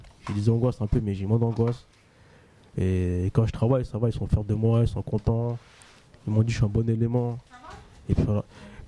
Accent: Montreuil, Île-de-France, France; born there; 93 ans. Je suis né à Montreuil.

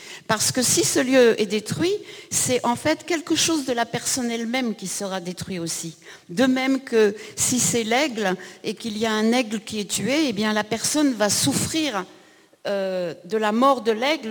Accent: France; ici chez nous en France

